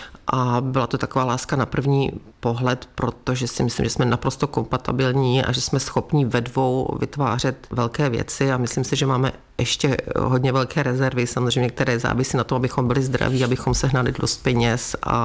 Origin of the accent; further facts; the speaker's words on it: Český Krumlov, South Bohemian Region, Czechia; jsem z Českého Krumlova, který tu kulturu vždycky dokázal a uměl